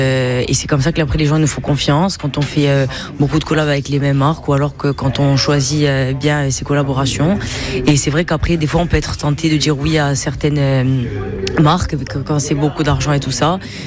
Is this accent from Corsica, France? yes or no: yes; Corsica, France; Je viens de Chintour